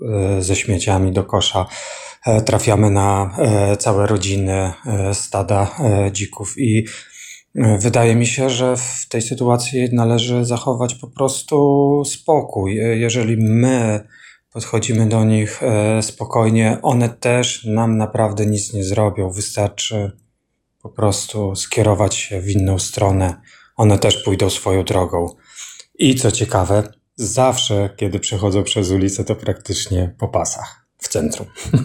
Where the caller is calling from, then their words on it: Otwock, Masovian Voivodeship, Poland; Mieszkam w Otwocku, w centrum miasta